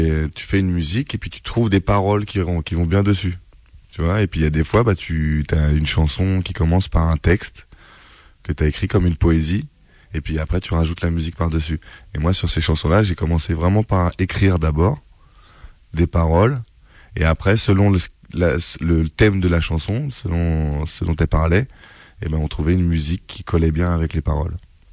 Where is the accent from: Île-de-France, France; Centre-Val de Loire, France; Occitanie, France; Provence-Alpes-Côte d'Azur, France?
Île-de-France, France; Ivry-sur-Seine; je suis né à Ivry, j'ai grandi à Ivry.